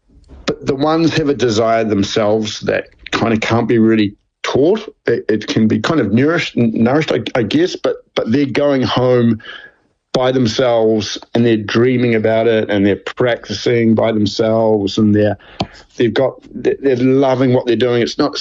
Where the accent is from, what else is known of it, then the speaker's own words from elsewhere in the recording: New Zealand; but growing up in New Zealand, they were kind of like, hey, settle down, the tool poppy a wee bit.